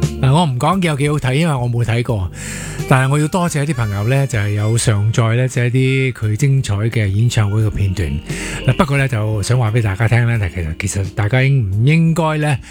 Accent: Hong Kong; 我哋香港人

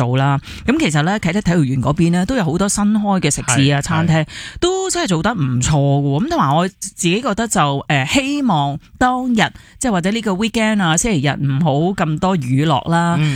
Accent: Hong Kong; 作为香港人

